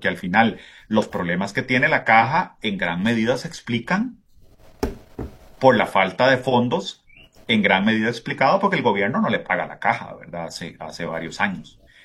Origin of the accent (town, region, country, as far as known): Costa Rica